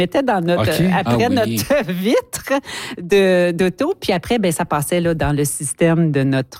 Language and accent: French; Saint-Eustache, Quebec, Canada; Oui, parce que moi, je viens de Saint-Eustache, mm-hmm. au nord de Montréal